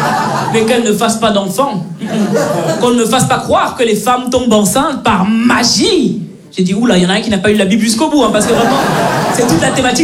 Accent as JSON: {"language": "French", "country": "Belgium", "tie": "born or raised there"}